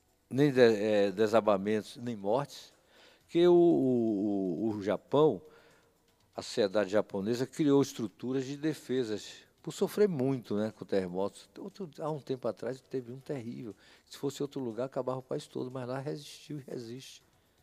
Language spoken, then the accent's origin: Portuguese; Brazil; nossa solidariedade como brasileiros